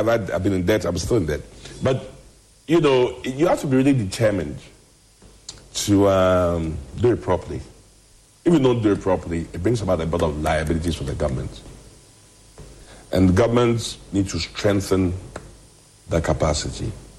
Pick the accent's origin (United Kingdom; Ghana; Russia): Ghana; I don't see myself as only Ghanaian. I see myself as African.